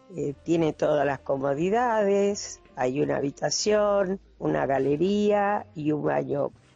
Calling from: Luján, Buenos Aires Province, Argentina; vivo en Luján

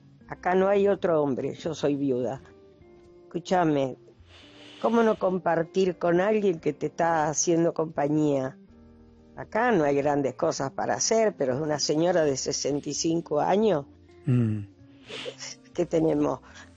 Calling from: Luján, Buenos Aires Province, Argentina; vivo en Luján

